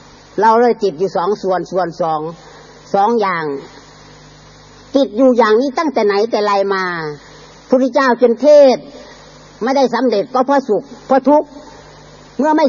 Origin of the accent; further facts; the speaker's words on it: Isan, Thailand; อาตมาก็เคยนั่งสมาธิอยู่เชียงใหม่3เดือนอาตมาอธิษฐานพูดกับเจ้าอาวาสท่านอาจารย์ผมมาจากอีสานผมมาบำเพ็ญอยู่เชียงใหม่